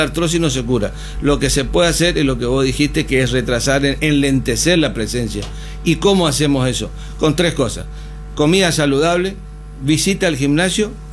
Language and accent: Spanish; Argentina; Sí, somos argentinos